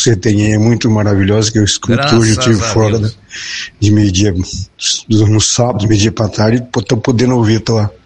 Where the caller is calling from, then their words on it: Pirangi, São Paulo, Brazil; sou aqui de Pirangi, valeu?